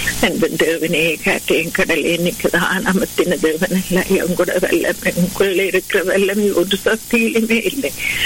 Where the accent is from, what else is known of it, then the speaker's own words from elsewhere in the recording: Sri Lanka; என்ன நாங்க பிறந்து வளர்ந்த தேசத்துக்காக அந்த இலங்கை தீவுக்காக உங்களை வருகிறோம்.